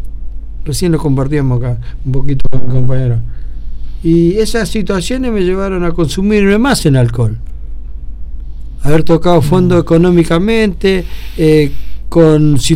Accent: Argentina

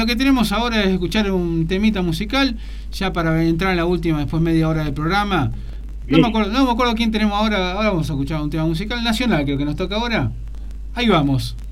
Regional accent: Argentina

